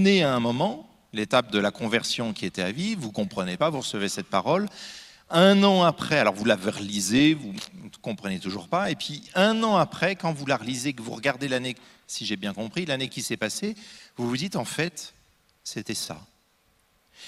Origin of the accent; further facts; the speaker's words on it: Normandy, France; Je suis normand, hein. Un pommier, je le connais.